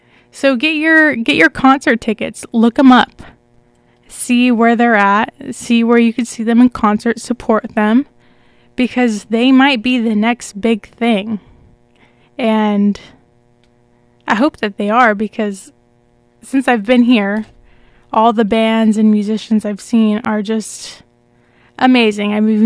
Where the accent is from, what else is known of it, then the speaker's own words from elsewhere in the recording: Corona, California, United States; Corona, my hometown.